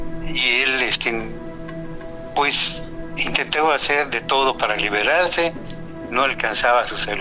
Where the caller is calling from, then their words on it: Comchán, Yucatán, Mexico; de Comchán, Yucatán.